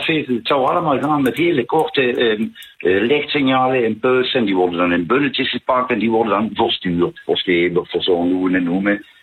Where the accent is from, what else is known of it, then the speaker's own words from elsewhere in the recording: Limburg, Netherlands; accent: Limburgish; Sorry van Nederland, Zuid-Limburg.